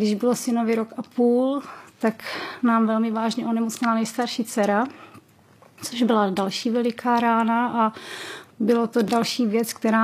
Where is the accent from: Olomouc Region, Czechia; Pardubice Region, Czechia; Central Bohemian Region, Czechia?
Pardubice Region, Czechia; Vysoké Mýto; Dobrý den … jsem z Vysokého Mýta